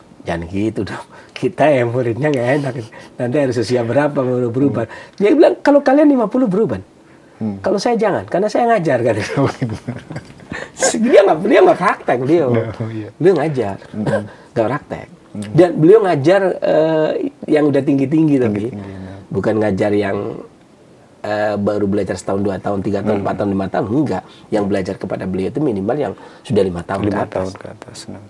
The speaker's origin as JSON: {"language": "Indonesian", "town": "Pemalang", "region": "Central Java", "country": "Indonesia", "tie": "born there", "also_born_or_lived": "Cilacap", "lives_now": "Bekasi, Indonesia", "said": "kayak misalkan saya lahir di Pemalang, maka tabiat saya adalah tabiat Pemalang. Setelah itu kemudian saya tinggal di agak lama 5 tahun lebih di Cilacap"}